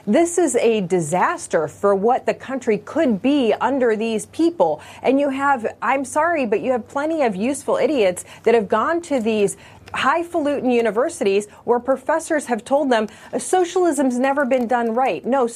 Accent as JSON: {"language": "English", "region": "Michigan", "country": "United States", "said": "my home state of Michigan"}